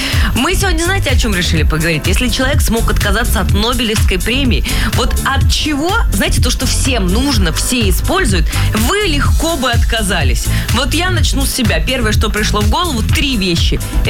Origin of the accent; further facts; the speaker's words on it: Kalyanovo, Russia; born there; Поэтому вот дома, где я родилась, в Кальяново, там все друг с другом дружат, понимаешь?